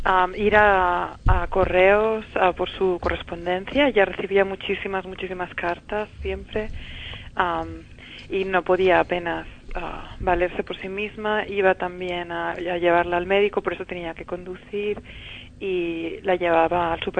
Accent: Madrid, Community of Madrid, Spain; Yo habiendo crecido en Madrid y siendo española

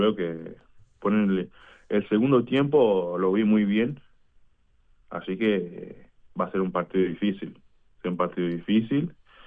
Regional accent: Santo Antão, Cape Verde; moved away; Soy de la isla de Santo Antão.

